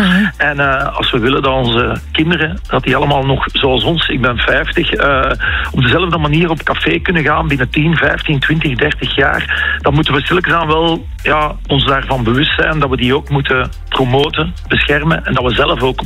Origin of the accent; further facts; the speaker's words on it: Leuven, Flanders, Belgium; ik ben een Leuvenaar, dus dan weet je het meestal wel. Hè. Ik ben een beetje een Stella-boy, dat gaat er toch niet uit. Ik ben opgegroeid met de bierwalm, elke keer als ze aan het stoken waren van de Stella.